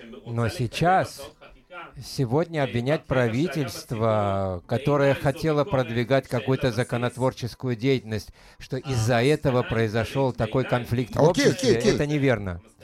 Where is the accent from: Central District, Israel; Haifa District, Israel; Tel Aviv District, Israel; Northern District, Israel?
Haifa District, Israel; Haifa; Я рос в Хайфе на Адаре, там очень много русскоговорящих людей.